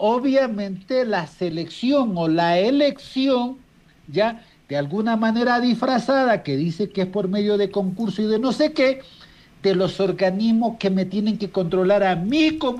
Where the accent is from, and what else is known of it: Ecuador